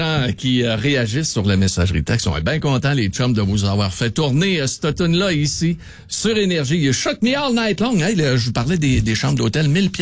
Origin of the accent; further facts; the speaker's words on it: Saguenay, Quebec, Canada; J'avais un monsieur qui restait à côté de chez nous, à Chicoutimi